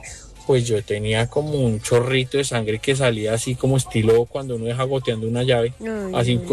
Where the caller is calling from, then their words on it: Toronto, Ontario, Canada; Buenas noches, saludos desde Toronto, Canadá.